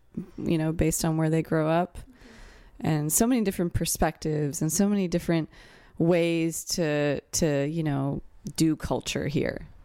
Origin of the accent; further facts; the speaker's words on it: San Francisco, California, United States; I think the multicultural landscape I grew up in really influenced me. The fact that so many people from so many different backgrounds were here